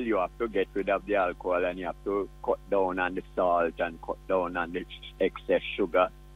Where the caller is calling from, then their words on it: Saint Andrew, Jamaica; I'm calling from St. Andrew, Woodford Park in St. Andrew.